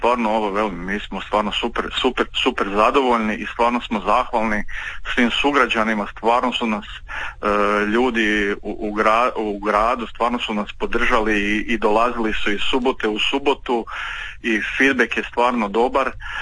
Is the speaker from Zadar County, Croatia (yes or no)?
yes; Zadar, Zadar County, Croatia; tu kod nas u Zadru